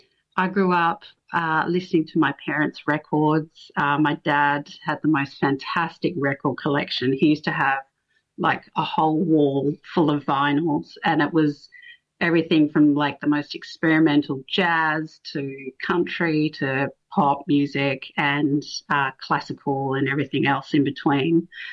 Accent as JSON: {"language": "English", "town": "Perth", "region": "Western Australia", "country": "Australia", "tie": "born or raised there", "said": "I grew up in Perth along the Swan River. It was kind of a almost semi-rural kind of childhood, but we're only 20 minutes from the actual"}